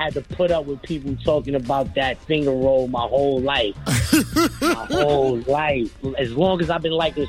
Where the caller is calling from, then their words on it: New York City, New York, United States; I'm from Queens. I'm from Corona, Queens, right?